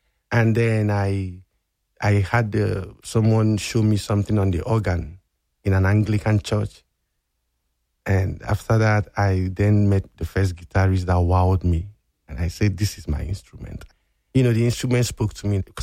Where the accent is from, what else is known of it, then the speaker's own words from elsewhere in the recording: Nigeria; moved away; growing up in Nigeria, man. I grew up just like most kids will. We speak English in Nigeria, of course, and I went to school, Western kind of education, but we had more community growing up. I lived in a town that was in the east